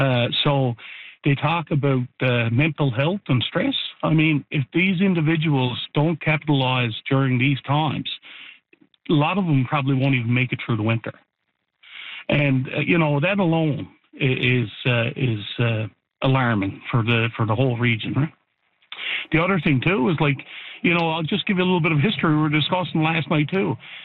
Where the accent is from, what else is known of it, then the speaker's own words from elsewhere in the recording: Newfoundland and Labrador, Canada; as a Newfoundlander and Labradorian